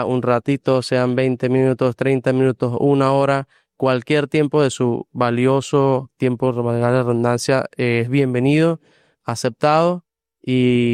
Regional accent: Valencia, Carabobo, Venezuela; moved away as an adult; now in Cali, Colombia; Soy de Valencia, Venezuela. Llegué hace 9 años a Cali con una visión.

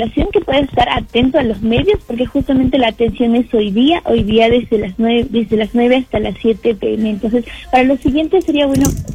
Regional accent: Cusco, Peru; como nosotros somos de Cusco, o sea, también se puede como transferir a Cusco, ¿no?

